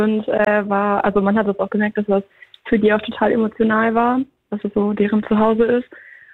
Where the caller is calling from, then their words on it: Rüthen, North Rhine-Westphalia, Germany; Bei Rüthen, also im Kreis Soest.